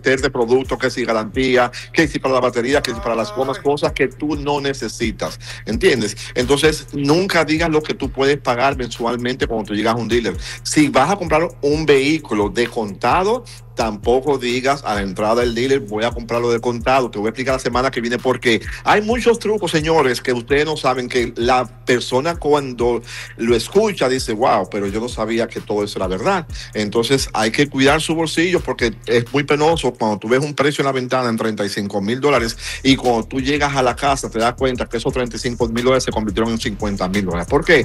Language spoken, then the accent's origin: Spanish; Dominican Republic; now in United States; Yo soy de la República Dominicana